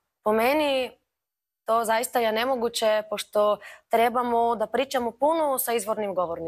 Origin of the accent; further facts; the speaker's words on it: Sofia, Sofia City, Bulgaria; Serbian is a second language; Zdravo svima, ja dolazim iz Bugarske, iz Sofija grada … studiram srpski i hrvatski jezik već 5 godina.